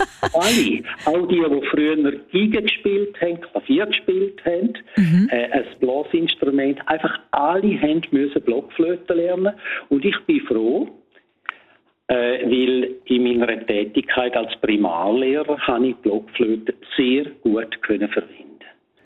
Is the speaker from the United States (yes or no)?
no; Domat/Ems, Graubünden, Switzerland; born or raised there